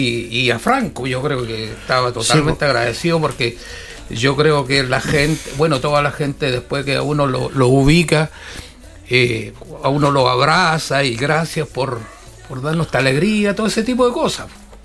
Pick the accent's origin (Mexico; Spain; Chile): Chile; Tongoy, Coquimbo; now in Coquimbo, Chile; Pues yo nací junto al mar, que se dice, yo he vivido en Tongoy, un pueblito pesquero.